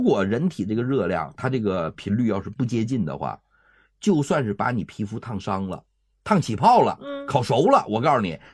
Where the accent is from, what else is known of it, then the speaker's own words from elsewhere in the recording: China; 对，所以说这个我们中国人呢，就是造这个字和发音都有很大的关系。